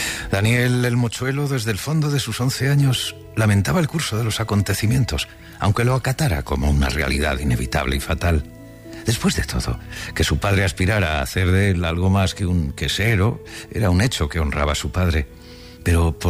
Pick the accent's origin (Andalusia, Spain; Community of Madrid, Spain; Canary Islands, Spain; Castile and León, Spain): Castile and León, Spain; Ávila; born there; Yo nací en Ávila, la vieja ciudad de las murallas, y creo que el silencio y el recogimiento casi místico de esta ciudad se me metieron en el alma nada más nacer.